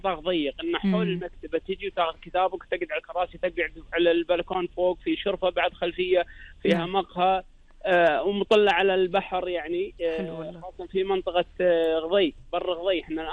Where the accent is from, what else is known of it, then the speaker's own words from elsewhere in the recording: Kuwait; أنا صراحة ما أفتخر بالأمر أني أنا كويتي سويت كذا كذا،